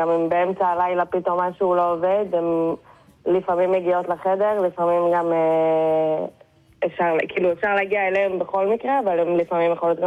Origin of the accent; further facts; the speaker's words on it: Haifa, Haifa District, Israel; אני עירונית, אני מחיפה.